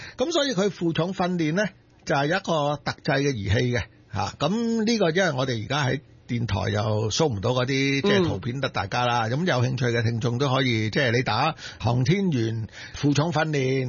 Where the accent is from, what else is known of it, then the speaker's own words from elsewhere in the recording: Hong Kong; 我们香港人